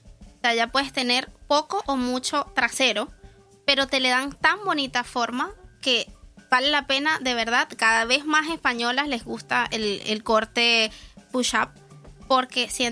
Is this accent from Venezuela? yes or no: yes; Venezuela; now in Spain